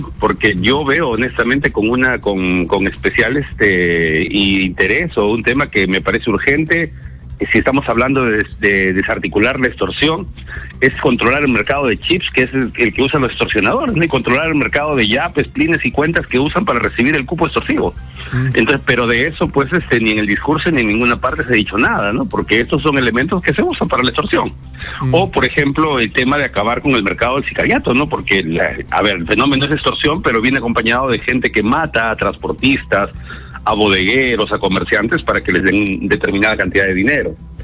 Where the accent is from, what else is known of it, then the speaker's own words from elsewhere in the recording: Peru; Claro, yo como peruano le deseo lo mejor